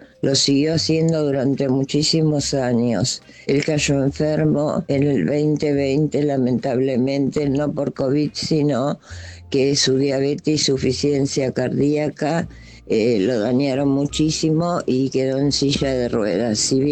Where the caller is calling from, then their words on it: Buenos Aires, Argentina; de Flores.